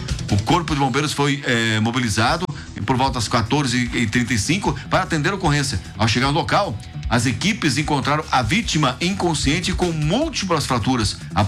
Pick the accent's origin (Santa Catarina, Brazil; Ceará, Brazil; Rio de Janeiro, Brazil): Santa Catarina, Brazil; Joaçaba; sou de Joaçaba, na Torre de Joaçaba